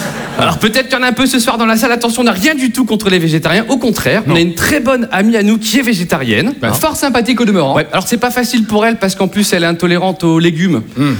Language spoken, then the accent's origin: French; Lille, Hauts-de-France, France; Nous, on vient de Lille, dans le nord de la France. Alors attention, on est des vrais ch'tis.